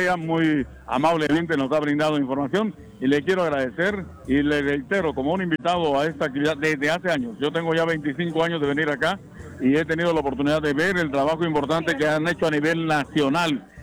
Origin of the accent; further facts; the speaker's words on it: Amatitlán, Guatemala Department, Guatemala; Curiosamente, yo vengo de Amatitlán, en donde la reina lleva el título de señorita Flor de Mayo.